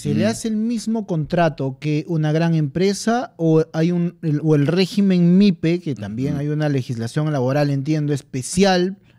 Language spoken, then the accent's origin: Spanish; Huancayo, Junín, Peru; Huancayo, mi tierra